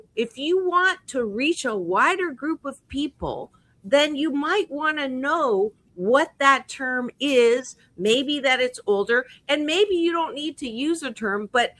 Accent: Canada; now in United States; I grew up in Canada

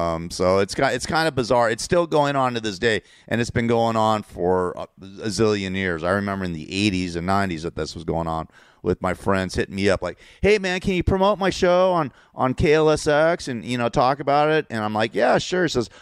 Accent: Los Angeles, California, United States; I grew up on the Sunset Strip.

